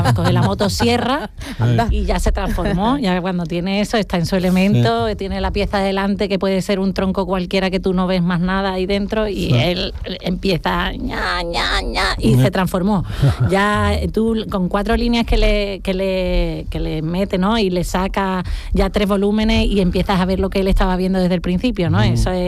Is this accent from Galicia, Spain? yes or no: no; Cádiz, Andalusia, Spain